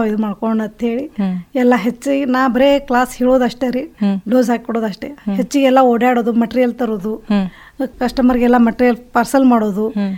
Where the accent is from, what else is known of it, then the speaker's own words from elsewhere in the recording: Tamba, Karnataka, India; moved away; ತಾಂಬಾದಾಗ ನಮ್ಮೂರು ತಾಂಬ